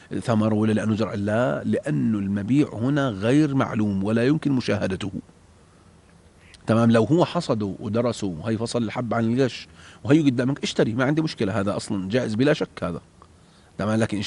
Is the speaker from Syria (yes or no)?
no; Jordan; فلو باع مثلا مزارع عندنا في الأردن بيسموها فصة